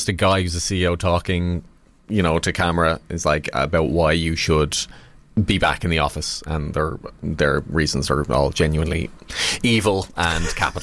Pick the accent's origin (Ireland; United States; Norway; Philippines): Ireland; accent: Irish; now in London, United Kingdom; growing up in Ireland